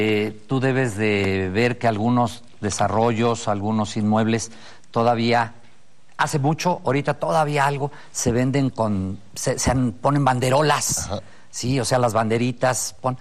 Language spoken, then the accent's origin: Spanish; Mexico City, Mexico; moved away as an adult; now in Guadalajara, Mexico; Yo no nací aquí en México, pero pues prácticamente aquí fui criado, aquí estudié, aquí me casé, de aquí son mis hijos, y tengo casi 30 años viviendo en Guadalajara